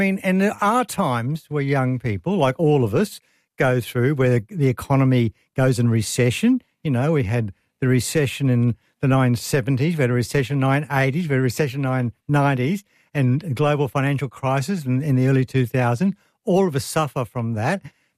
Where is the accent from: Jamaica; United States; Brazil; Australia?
Australia; Ipswich, Queensland; Now, I was brought up in Ipswich